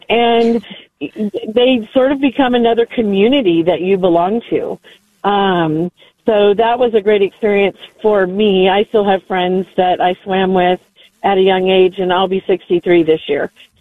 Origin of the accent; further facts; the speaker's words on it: California, United States; now in Kerrville, Texas, United States; I grew up in Southern California